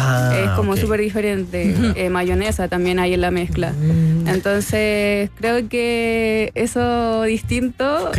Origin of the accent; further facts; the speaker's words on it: Chile; Y creo que como chilenos nos gusta mucho la cultura japonesa